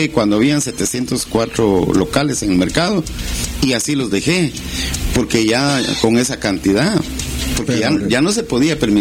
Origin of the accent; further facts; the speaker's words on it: Barberena, Santa Rosa, Guatemala; now in Petén, Guatemala; No, yo soy santarroseño, soy de Barberena, Santa Rosa.